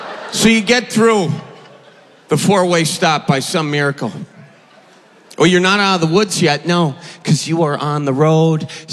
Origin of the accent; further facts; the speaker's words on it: Midwest, United States; As a Midwesterner, we are always yielding.